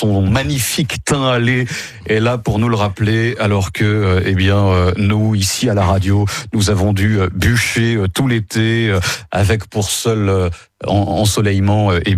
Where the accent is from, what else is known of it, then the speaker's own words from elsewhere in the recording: France; chez nous en France.